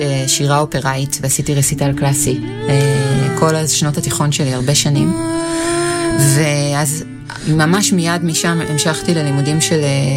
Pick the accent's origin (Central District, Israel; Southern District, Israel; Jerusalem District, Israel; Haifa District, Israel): Haifa District, Israel; Ein Hod; also born or lived in San Francisco / Tel Aviv; ואז ברגע שהתקבלה אנחנו בעצם עברנו לישראל וגדלתי בעין הוד.